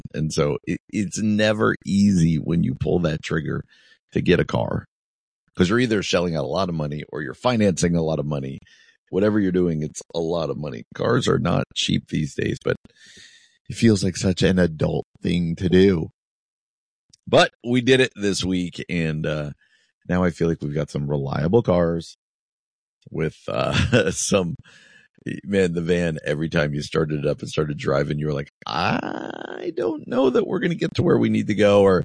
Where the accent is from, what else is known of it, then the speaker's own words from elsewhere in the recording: New Jersey, United States; I remember growing up in New Jersey